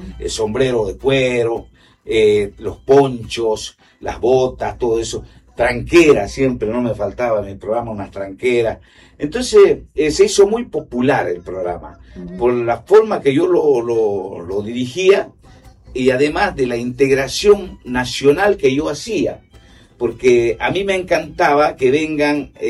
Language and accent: Spanish; Bolivia; Decimos somos andinos, pero es mayormente amazónico Bolivia.